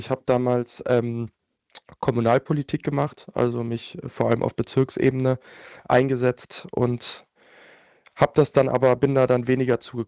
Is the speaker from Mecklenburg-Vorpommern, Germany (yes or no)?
no; Berlin, Germany; weil für mich ist es auch eine Heimat und ein Ort, wo ich aufgewachsen bin.